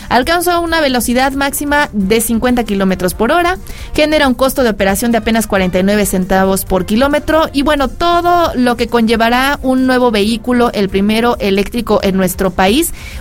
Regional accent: Mexico; como mexicanos nos debemos de sentir orgullosos

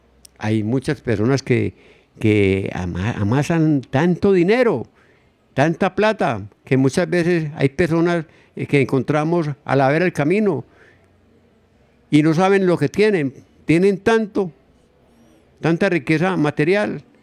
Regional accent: Amagá, Antioquia, Colombia; born there; usted que jugó conmigo en las calles de mi pueblo

